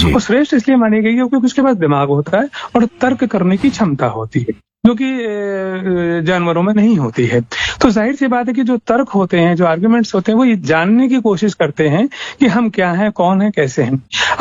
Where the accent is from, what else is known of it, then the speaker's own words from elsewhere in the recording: Kanpur, Uttar Pradesh, India; मैं कानपुर शहर का निवासी हूं